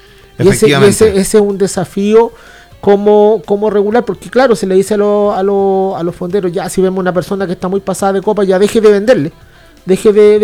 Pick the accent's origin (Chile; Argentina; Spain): Chile